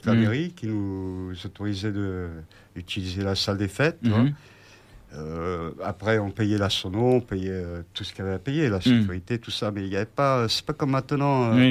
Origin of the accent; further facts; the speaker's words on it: Paris, Île-de-France, France; now in Bordeaux, France; Moi, je suis plutôt natif de Paris, tu vois. C'est pour ça que j'ai un peu fort en gueule. Mais ouais, je suis arrivé avec mon père, quoi, et son travail en 76.